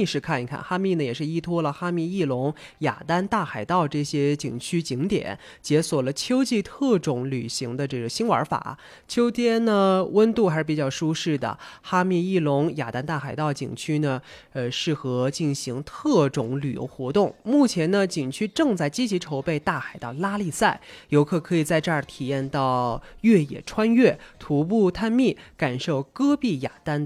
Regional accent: Xinjiang, China; 这些我从小在新疆长大我都没体验过。

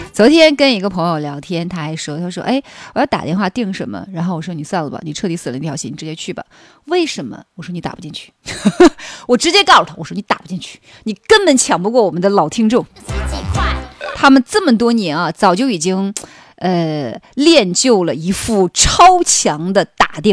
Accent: Northeast China, China; 我们东北人

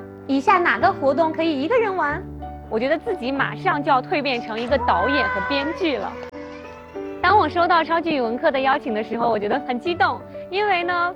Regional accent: Hong Kong; 大家好，我是来自香港的 … 。今天呢是我第一次在内地给小朋友们上课

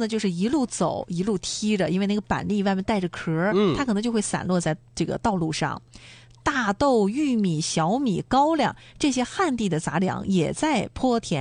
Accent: Dalian, Liaoning, China

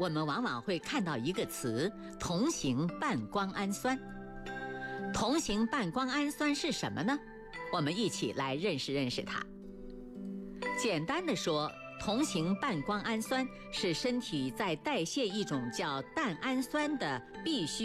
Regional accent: China; 这在亚洲人群包括我们中国人当中相对常见

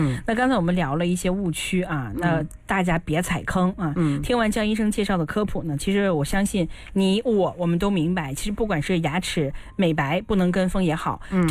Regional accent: northern China, China; 我是北方人

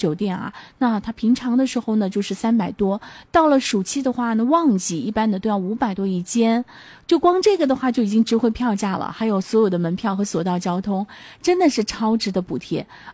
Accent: Jiangxi, China; 庐山呢，你别说我们江西人了，很多外地人啊，大家避暑都来到庐山。

